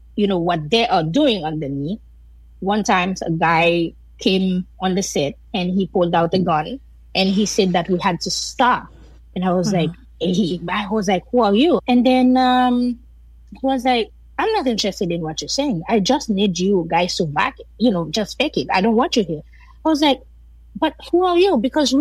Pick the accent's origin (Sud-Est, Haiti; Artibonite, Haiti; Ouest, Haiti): Sud-Est, Haiti; Jacmel; and the road leading to Jacmel, my hometown, was closed through Martisal, which is like, a very big region in Port-au-Prince.